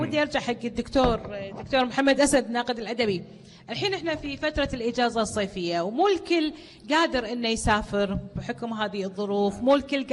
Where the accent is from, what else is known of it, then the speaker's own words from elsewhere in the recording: Kuwait; في اماكن جميلة جدا عندنا بالكويت